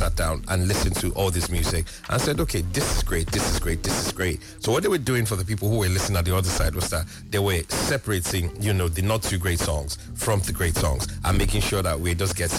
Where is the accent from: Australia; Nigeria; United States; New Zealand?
Nigeria; as Nigerian, even if I'm, you know, well-traveled and everything